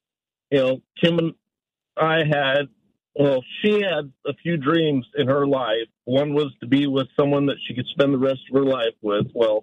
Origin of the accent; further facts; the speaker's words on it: California, United States; moved away as an adult; we came out here from Southern California in 05.